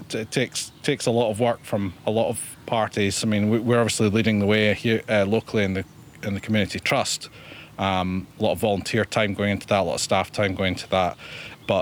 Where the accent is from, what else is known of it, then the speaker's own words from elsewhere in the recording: Tiree, Scotland, United Kingdom; I'm from Tyree.